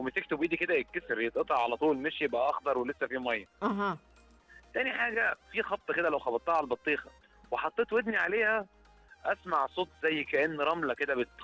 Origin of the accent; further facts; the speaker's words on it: Egypt; عندنا في مصر